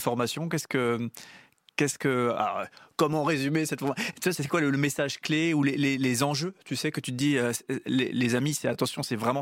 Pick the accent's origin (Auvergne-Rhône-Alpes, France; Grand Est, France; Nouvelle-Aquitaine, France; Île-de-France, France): Grand Est, France; Strasbourg; Moi, je viens de Strasbourg.